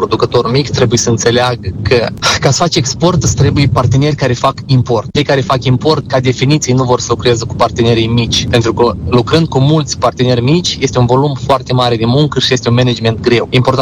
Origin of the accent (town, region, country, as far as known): Moldova